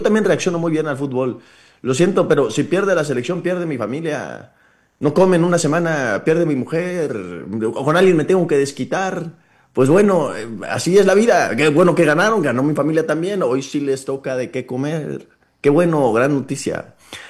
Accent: Mexico; Piel mexicana, piel de bronce. Soy un hombre del pueblo, soy un hombre indígena

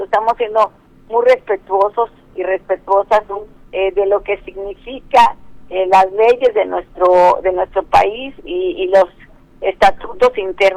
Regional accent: Guerrero, Mexico; Yo soy guerrerense, soy del pueblo, vengo de una familia campesina, soy del pueblo guerrerense

